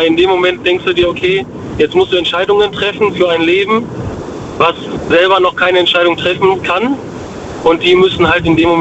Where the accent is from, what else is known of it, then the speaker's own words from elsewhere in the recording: Dortmund, North Rhine-Westphalia, Germany; Okay, ja gut, dann aus Dortmund.